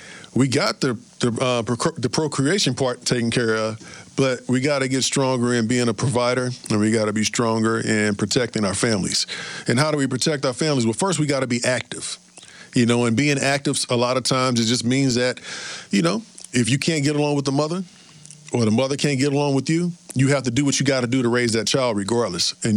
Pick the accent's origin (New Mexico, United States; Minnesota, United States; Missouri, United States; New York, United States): Missouri, United States; St. Louis; I grew up in Walnut Park, born and raised